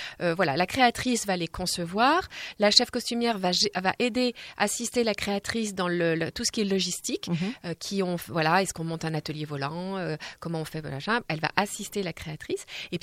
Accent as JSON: {"language": "French", "town": "Paris", "region": "Île-de-France", "country": "France", "tie": "born there", "said": "Ouais, moi je suis née à Paris."}